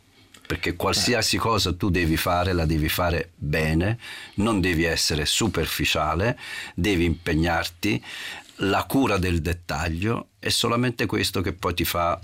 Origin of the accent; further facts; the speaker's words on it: Milan, Lombardy, Italy; A Milano, sì, però io sono cresciuto a Milano.